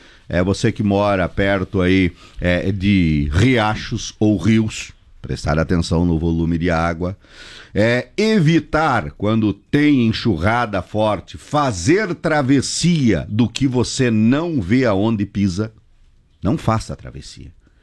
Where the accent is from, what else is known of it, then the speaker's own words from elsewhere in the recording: Caçador, Santa Catarina, Brazil; now in Chapecó, Brazil; como lá na minha cidade de Caçador